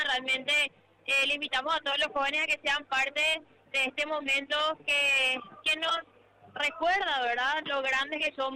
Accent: Paraguay; la vida de todos nosotros como paraguayos.

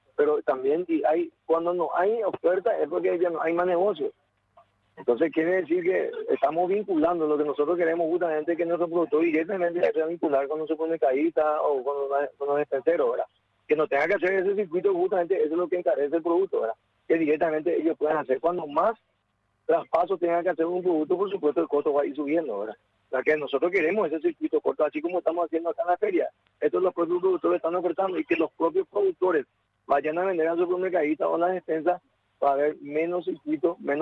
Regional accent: Paraguay; capacidad y discernimiento de entender qué es lo que nos conviene y qué es lo que no nos conviene como paraguayos.

